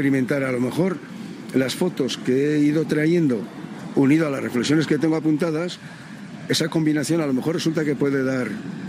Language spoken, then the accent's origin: Spanish; Basque Country, Spain; las montañas de mi tierra, las montañas de Euskal Herria